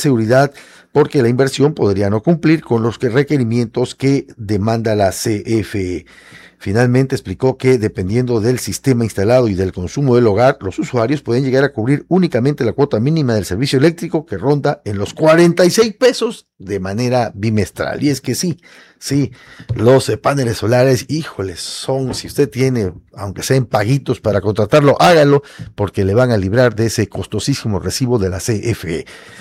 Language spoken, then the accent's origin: Spanish; Tabasco, Mexico; ya sabe cómo somos los tabasqueños